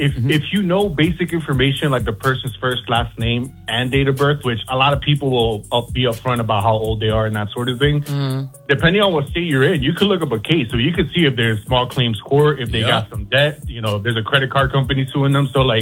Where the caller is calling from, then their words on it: Miami, Florida, United States; I'm calling from Miami, Florida.